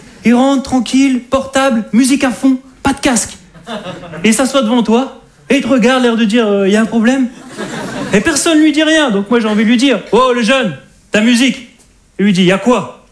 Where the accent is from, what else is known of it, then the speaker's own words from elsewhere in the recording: Hauts-de-France, France; je suis un ch'ti.